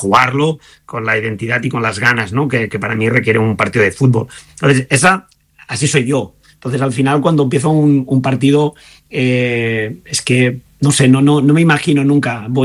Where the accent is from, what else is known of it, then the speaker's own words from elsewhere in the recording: Granollers, Catalonia, Spain; en mi pueblo, en Granollers